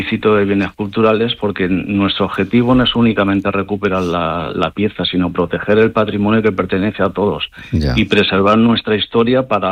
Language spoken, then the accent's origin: Spanish; Valencian Community, Spain; Y ya, como valencianos, reservándonos de la comunidad valenciana, pues por ejemplo Sorolla